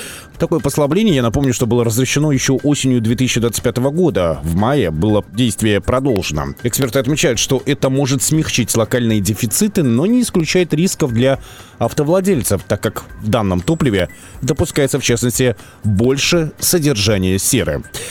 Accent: Dagestan, Russia; я сейчас хочу обратиться к своим землякам-дагестанцам

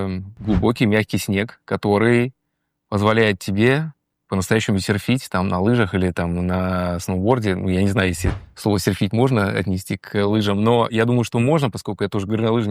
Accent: Kamchatka Krai, Russia; moved away; я родился на Камчатке, прожил первую часть своей жизни там.

